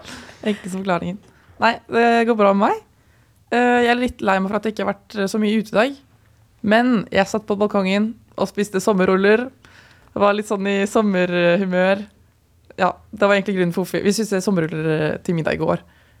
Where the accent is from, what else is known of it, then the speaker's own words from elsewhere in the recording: Asker, Akershus, Norway; siden jeg er fra Asker, der det ikke er så mye folkemusikk